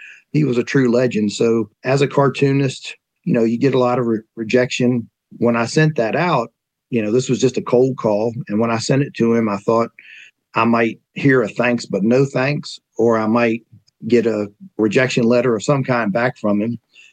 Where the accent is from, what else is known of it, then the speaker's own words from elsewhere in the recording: Covington, Virginia, United States; also born or lived in Clifton Forge, Virginia; now in Harrisonburg, United States; I was born in Clifton Forge, Virginia, and I grew up in my young childhood in Covington, Virginia, and we still have a family farm in Allegheny County, so I'm no stranger to, like, mountain communities. I love them, and I live in them.